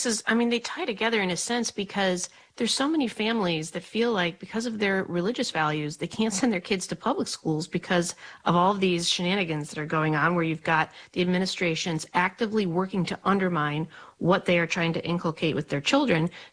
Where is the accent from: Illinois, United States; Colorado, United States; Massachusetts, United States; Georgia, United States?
Colorado, United States; my home state of Colorado